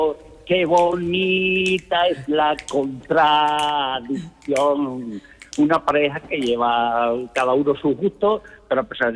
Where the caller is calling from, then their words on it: San Juan de Aznalfarache, Andalusia, Spain; De Sevilla estoy, aquí en Sevilla.